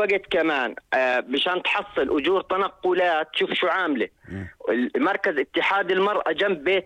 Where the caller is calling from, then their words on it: Jordan; احنا شعب اردني